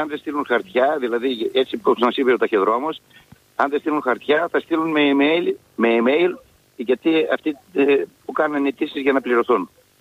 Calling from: Thessaly, Greece

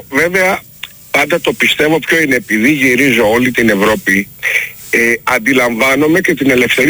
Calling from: Greece

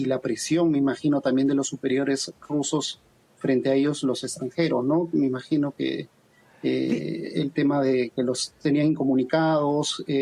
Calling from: Peru

